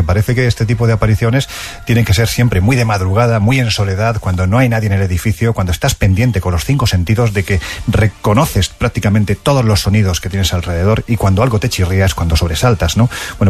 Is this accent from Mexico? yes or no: no; Jaén, Andalusia, Spain; quienes conocemos Jaén, yo evidentemente lo conozco porque es mi tierra